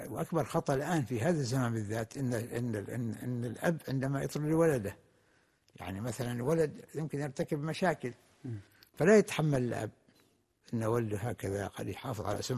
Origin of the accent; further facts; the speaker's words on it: Oman; السابق كان واحد الحياة بسيطة في القرى في البلدان، مثلا عندنا في عمان تجد الواحد أين يذهب، يعني البلد كلها متكاتفة وكلها متعاونة وكلها متعارفة